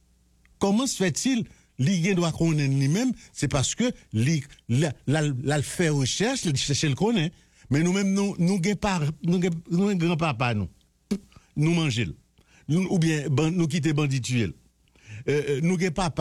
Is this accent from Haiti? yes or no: yes; Haiti; En tant qu'haïtien d'Haïti, yon pays qui gon histoire tout pays qu'on aime.